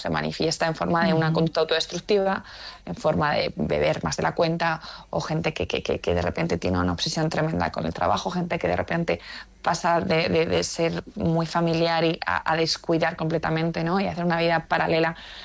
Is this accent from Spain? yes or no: yes; Zaragoza, Aragon, Spain; Porque, bueno, yo soy de Zaragoza, pero de hecho lo ponen en esto de mi